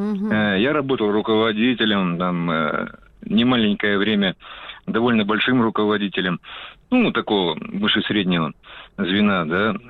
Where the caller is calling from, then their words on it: Irkutsk, Irkutsk Oblast, Russia; я из Иркутска, да.